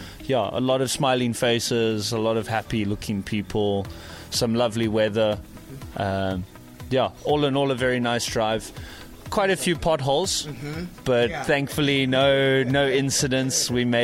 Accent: Cape Town, Western Cape, South Africa; I'm from South Africa and I've been living in Tofo for the past 2 months.

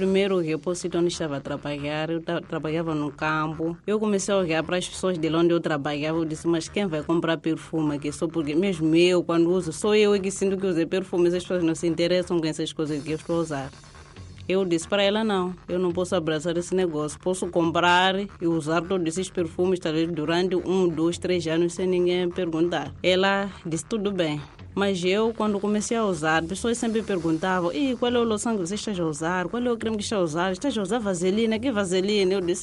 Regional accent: Manjacaze, Gaza, Mozambique; Sou natural de Manjacaze, sou professora também há 10 anos.

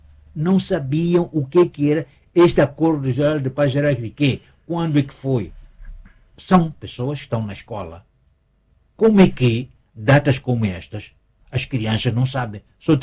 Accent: Mozambique; E nós, todos como moçambicanos

